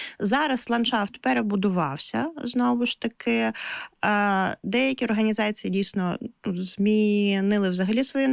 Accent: Kherson, Kherson Oblast, Ukraine

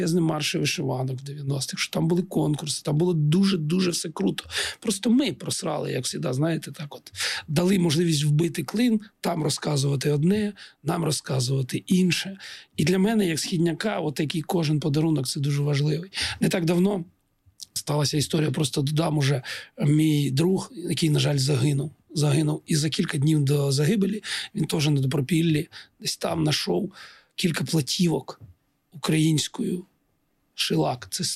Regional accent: Donbas, Ukraine; Я східняк. І хоча я народився на півночі Сходу, моя молодість прийшла на Донбасі. Я східняк по суті.

